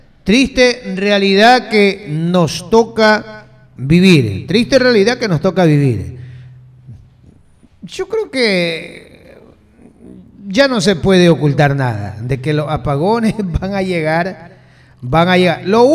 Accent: Ecuador; Somos los ecuatorianos.

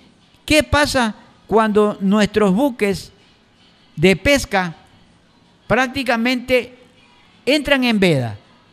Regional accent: Ecuador

